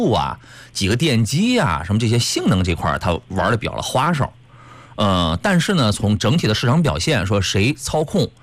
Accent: Qingdao, Shandong, China; moved away; 我开车回青岛，我回我老家，

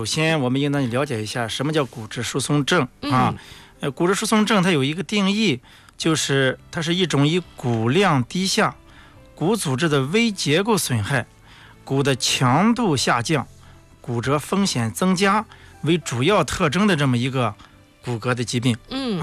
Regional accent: China; 对于我们中国人来讲

